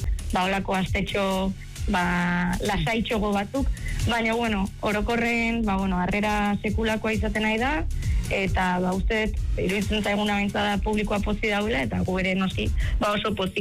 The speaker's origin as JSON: {"language": "Basque", "region": "Basque Country", "country": "Spain", "said": "gu ere Gipuzkoarrak izan"}